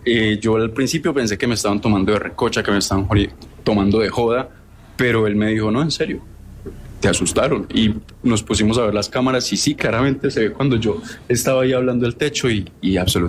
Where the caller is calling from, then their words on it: Manizales, Caldas, Colombia; Yo vivo en Manizales.